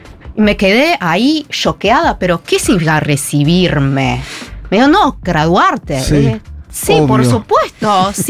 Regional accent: China; now in Argentina; soy china 100% y como amo a mi país

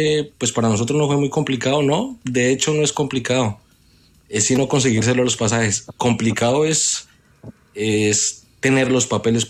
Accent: Colombia; now in Chile; soy colombiano.

